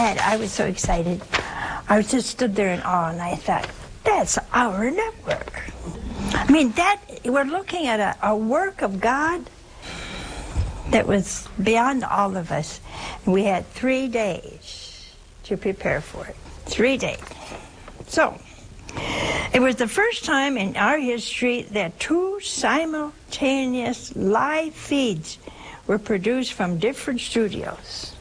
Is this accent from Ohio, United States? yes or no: yes; Ohio, United States; We have people from my home state, Ohio